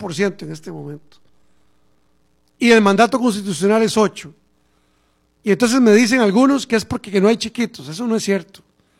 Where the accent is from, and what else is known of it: Costa Rica